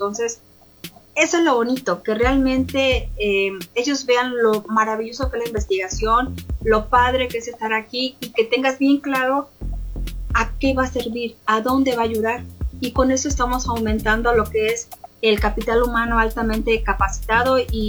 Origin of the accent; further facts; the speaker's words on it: Veracruz, Mexico; now in Hidalgo, Mexico; yo soy originaria de Veracruz y que aquí no tengo a nadie